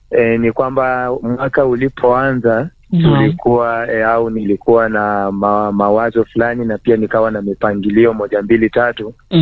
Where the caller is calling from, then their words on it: Kitale, Trans-Nzoia County, Kenya; Ninatoka maeneo ya Kitale, Trans Nzoia. Ninatoka katika kijiji kidogo eneo la Bikeke. Ninashiriki katika kanisa la Grace Upon Grace International chini ya Bishop Godfrey Wechuli pamoja na Reverend Regina.